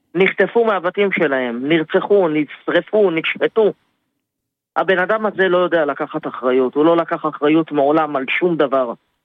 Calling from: Ness Ziona, Central District, Israel; אני מנס ציונה.

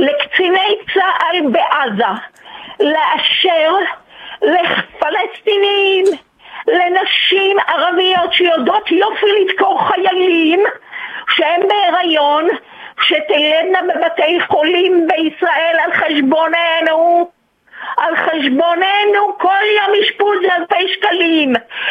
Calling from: Bnei Brak, Tel Aviv District, Israel; אני חרדית בבני ברק.

